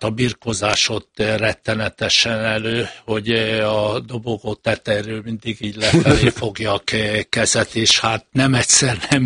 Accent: Hungary; magyar ember vagyok

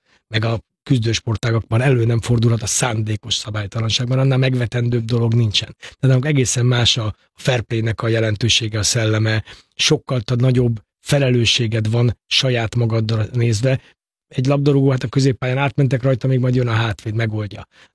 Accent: Budapest, Hungary; also born or lived in Rákoskeresztúr, Budapest; Én a Pongrász telepen nőttem fel 14 éves koromig, és aztán elköltöztünk egy steril környezetbe, Rákoskeresztúrra, ugye itt már beszélgettünk, én ott laktam az Újlak utcában, meg a Pesti úton

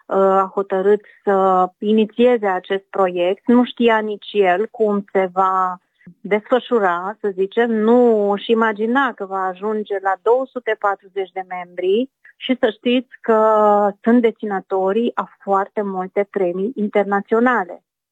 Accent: Romania; moved away as an adult; now in Budapest, Hungary; ca și româncă care sunt aici de foarte mulți ani, de 35 de ani

